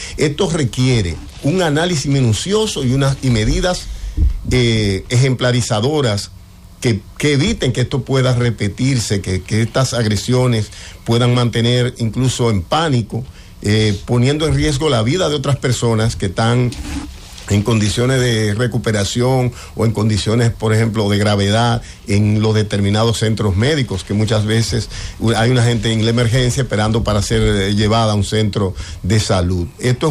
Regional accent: Dominican Republic; esto muestra lo que somos como dominicanos

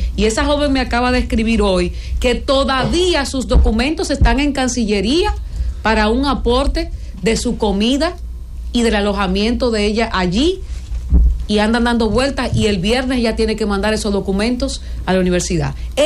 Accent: Dominican Republic; yo soy una dominicana hasta la tambora y amo este país con locura.

